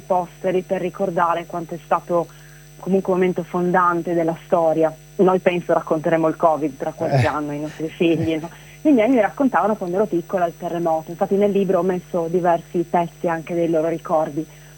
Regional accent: Villesse, Friuli-Venezia Giulia, Italy; born there; sono nata a Villesse.

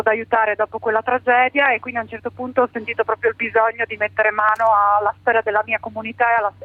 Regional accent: Gemona del Friuli, Friuli-Venezia Giulia, Italy; Io vengo da Gemona del Friuli, sono una figlia del terremoto perché mio papà ha conosciuto mia madre perché è venuto a fare il volontario ed è venuto ad aiutare dopo quella tragedia

